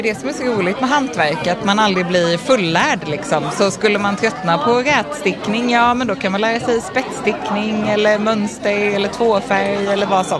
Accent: Emmaboda, Kalmar County, Sweden; now in Malmö, Sweden; Nej, jag är från Småland från början, men jag har bott i Malmö i 20 år.

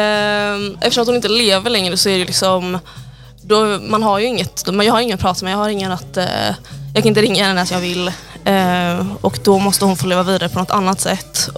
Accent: Gothenburg, Västra Götaland County, Sweden; Jag är från Göteborg och fick ett samtal om jag ville vara runner på en inspelning.

